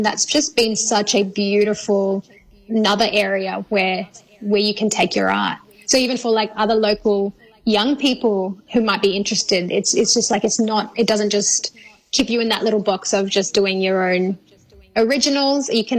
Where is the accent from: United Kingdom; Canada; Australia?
Australia; Western Australia; We all know, like, growing up in the Kimberleys, sometimes it's hard to really be the one who going after your shining